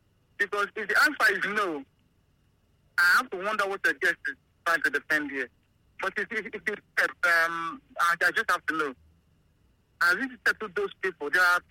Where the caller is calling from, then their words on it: Enugu, Enugu State, Nigeria; I'm calling from Enugu.